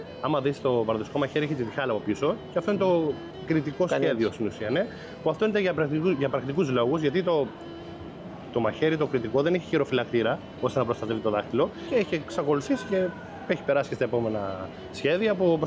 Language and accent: Greek; Chania, Crete, Greece; born there; Μέσα Χανιά.